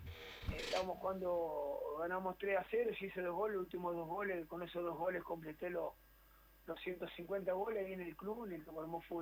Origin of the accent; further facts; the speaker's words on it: Uruguay; born there; moved away as an adult; quería que mis hijos me vieran en la selección de mi pueblo, donde yo había nacido